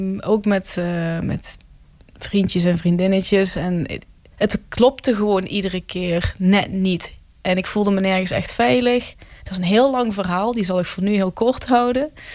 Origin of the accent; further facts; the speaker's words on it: Roermond, Limburg, Netherlands; ik groeide op in Maasniel. In Neel.